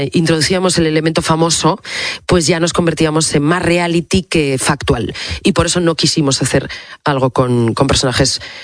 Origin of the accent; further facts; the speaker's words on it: Asturias, Spain; born or raised there